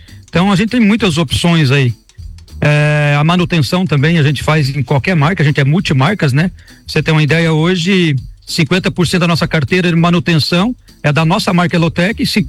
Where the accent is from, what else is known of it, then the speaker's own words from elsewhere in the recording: São José do Cerrito, Santa Catarina, Brazil; also born or lived in Rio do Sul; Não, eu nasci em Rio do Sul, mas até os 13 anos eu me criei em São José do Cerrito.